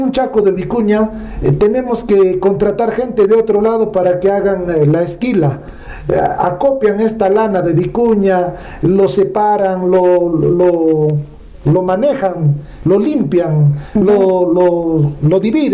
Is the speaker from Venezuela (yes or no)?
no; Apurímac, Peru; born there; Yo he nacido aquí en Apurímac, no soy de Lima, no vengo a engañarte. No soy de otras partes del Perú